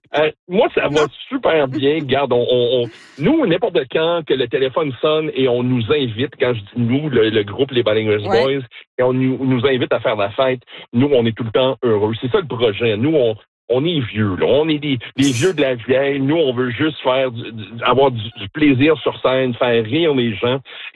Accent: Sudbury, Ontario, Canada; puisque j'ai été élevé à Sudbury, quand on visitait la famille de ma mère à Hearst

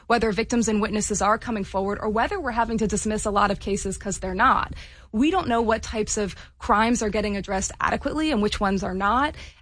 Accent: Baltimore County, Maryland, United States; I grew up in Baltimore County. I went to Pikesville High School.

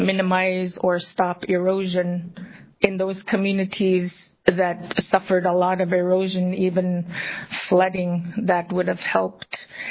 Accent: Chefornak, Alaska, United States; I am from Shefornik. Even if I want to speak in Yupik, I will speak English so that you all understand and things don't get lost in translation.

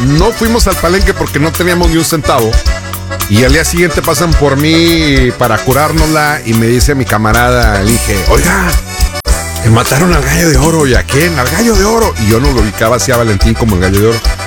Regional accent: Reynosa, Tamaulipas, Mexico; born there; moved away; me acuerdo de mi pueblo, pues que ahí me lo mataron en Reynosa, yo soy de ahí.

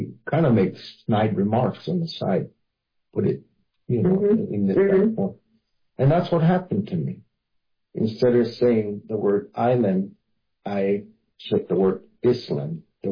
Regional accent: Arizona, United States; first language Hopi

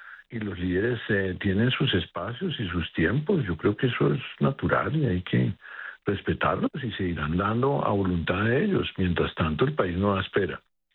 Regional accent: Colombia; tenemos el talante como colombianos para salir de este legado oscuro, triste y de violencia y de corrupción

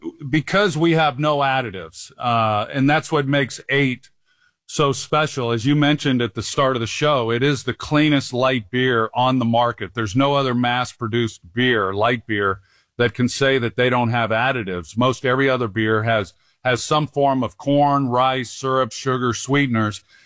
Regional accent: Oklahoma, United States; born or raised there

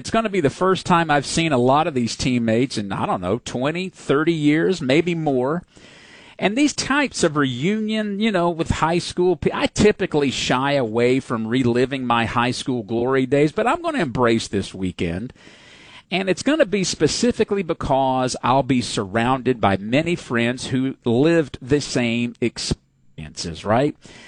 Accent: Louisville, Mississippi, United States; moved away; my hometown of Louisville, Mississippi.

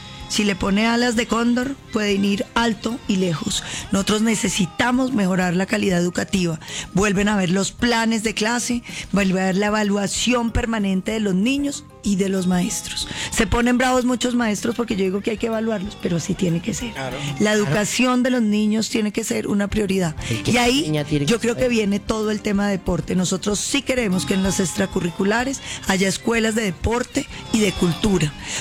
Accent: Cauca, Colombia; mi tierra en el Cauca, usted tiene 5 secuestros diarios entre Popayán y Cali.

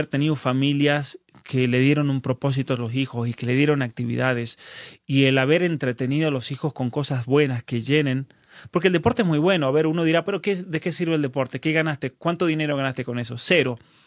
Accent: Barreal, San Juan, Argentina; moved away; una persona conocí a mi pueblo y me dice, nada bueno puede salir de ahí, de Barreal, de tu pueblo.

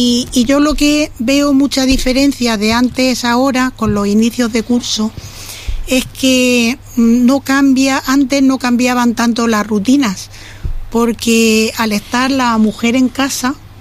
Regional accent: Úbeda, Andalusia, Spain; born there; moved away; also born or lived in Elche; Yo soy nacida en Úbeda

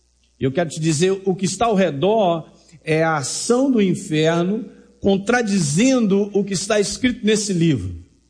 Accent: Governador Valadares, Minas Gerais, Brazil; moved away; onde eu morava, no interior de Minas, eu sou de Governador Valadares, aquela cidade maravilhosa

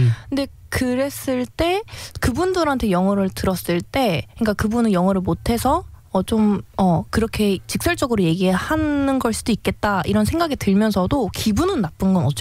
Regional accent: South Korea; 저희는 다 한국인이니까.

